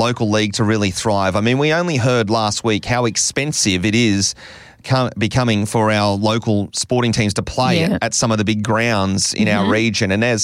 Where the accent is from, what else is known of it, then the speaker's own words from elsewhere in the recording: Dapto, New South Wales, Australia; moved away as an adult; now in Wollongong northern suburbs, Australia; I am a guy from Dapto. I grew up in Dapto. I spent my entire youth there, 20 plus years. I did my time. And my family and I now sort of call the northern suburbs home. We live out the sort of Taroji way.